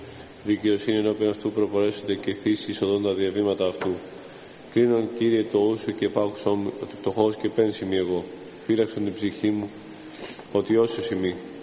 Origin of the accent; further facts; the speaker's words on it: Monemvasia, Peloponnese, Greece; born there; Και εγώ είμαι από τη Μονεβασιά, η καταγωγή μου. Εκεί γεννήθηκα.